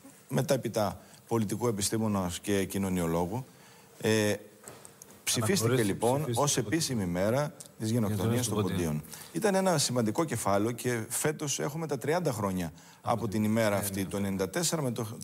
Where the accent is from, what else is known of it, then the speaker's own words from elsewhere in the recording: Nea Kerasounta, Epirus, Greece; επειδή το χωριό μου η Νέα Κερασούντα, της Πρέβεζας, στο νομό Πρεβέζης, που, από όπου κατάγομαι.